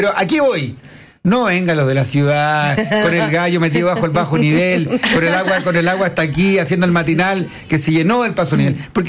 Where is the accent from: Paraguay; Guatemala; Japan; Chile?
Chile; Huelquén, Santiago Metropolitan Region; born there; Me siento en Huelquén, mi pueblo natal.